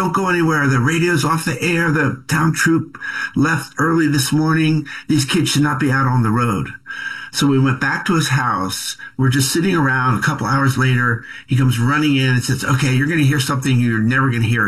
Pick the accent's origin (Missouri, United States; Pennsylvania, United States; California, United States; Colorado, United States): Pennsylvania, United States; Philadelphia; So I'm an 18-year-old kid. I grew up in Philadelphia, just a couple months on the road